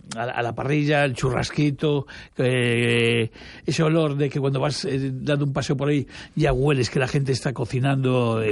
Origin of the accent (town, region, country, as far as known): Guitiriz, Galicia, Spain; born there